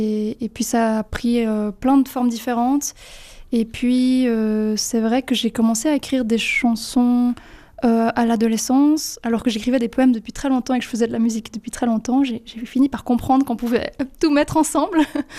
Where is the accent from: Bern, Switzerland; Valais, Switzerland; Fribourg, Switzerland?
Valais, Switzerland; j'ai grandi, je vis en Valais, j'adore être en montagne.